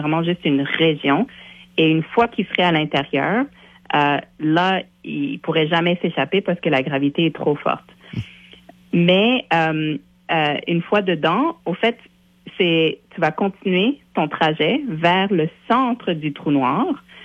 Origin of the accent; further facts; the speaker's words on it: Montreal, Quebec, Canada; Si on prenait, par exemple, le à Montréal, de où je viens, la ville de Montréal, on a une petite montagne qui s'appelle le Mont-Royal.